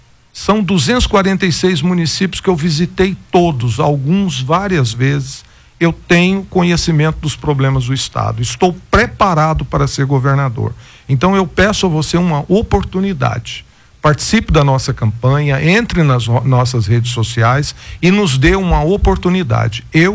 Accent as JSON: {"language": "Portuguese", "town": "Goiânia", "region": "Goiás", "country": "Brazil", "tie": "born or raised there", "said": "nasci em Goiânia, formei em Goiânia, sou de filho de guarda-livro, hoje contabilista, né? A minha família tem origem no sudoeste goiano, de Rio Verde, mas eu nasci em Goiânia."}